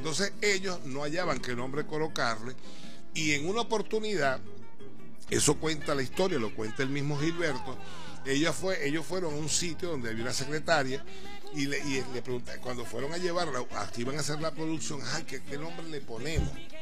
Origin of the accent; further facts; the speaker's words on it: Maracaibo, Zulia, Venezuela; now in Guayana, Venezuela; nosotros en Maracaibo, los maracuchos nacemos donde nos dé la gana